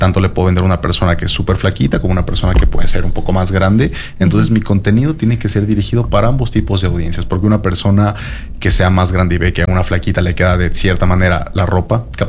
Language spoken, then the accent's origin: Spanish; Quito, Pichincha, Ecuador; now in Loja, Ecuador; yo soy de Quito